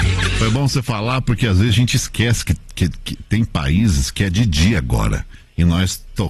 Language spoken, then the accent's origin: Portuguese; Santa Catarina, Brazil; also born or lived in Paraná; mas já morei no Paraná e eu sou de Santa Catarina, né?